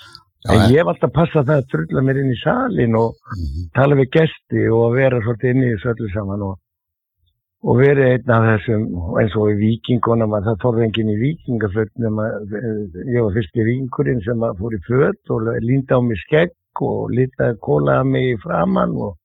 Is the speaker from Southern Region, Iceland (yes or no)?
no; Reykjavík, Capital Region, Iceland; Já, ég er fæddur og uppalinn í Klefsholtinu og ef einhver hefur verið Þróttari þá var það við Klefsarinn, sko.